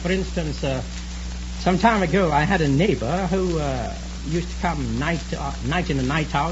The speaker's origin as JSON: {"language": "English", "region": "Port of Spain", "country": "Trinidad & Tobago", "said": "I'm from Port of Spain, Trinidad, in the British West Indies."}